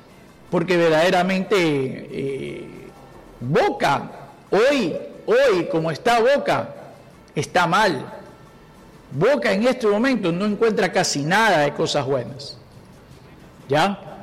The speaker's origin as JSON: {"language": "Spanish", "country": "Ecuador", "said": "esa negatividad que los propios, que nosotros mismos, como como ecuatorianos le estamos dando"}